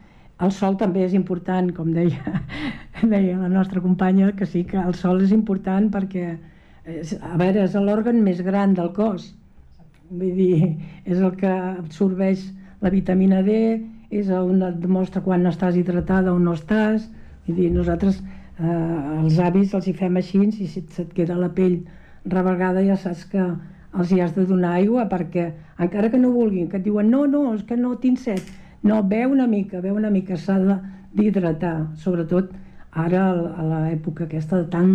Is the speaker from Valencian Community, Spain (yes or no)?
no; Mataró, Catalonia, Spain; Jo vaig néixer a Mataró